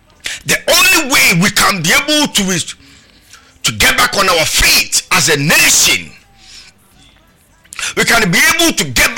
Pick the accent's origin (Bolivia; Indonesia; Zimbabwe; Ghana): Ghana; as a Ghanaian, it is very, very sad that we find ourselves in this kind of state.